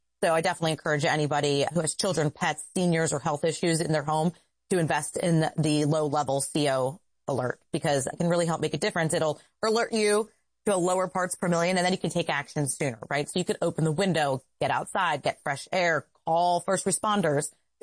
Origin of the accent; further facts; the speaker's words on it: New Jersey, United States; I grew up in New Jersey